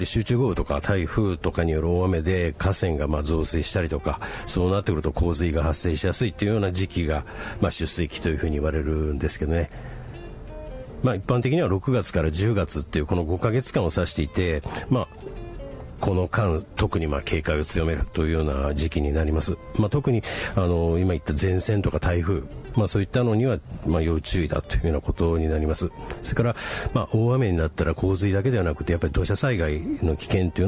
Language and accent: Japanese; Toyooka, Hyogo, Japan; はい、豊岡小学校区になります。